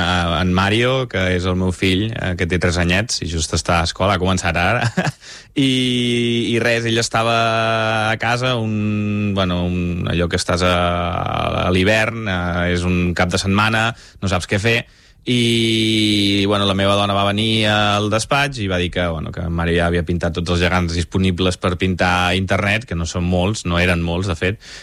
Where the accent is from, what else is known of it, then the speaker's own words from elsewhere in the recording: Vic, Catalonia, Spain; born there; nosaltres vam néixer a Vic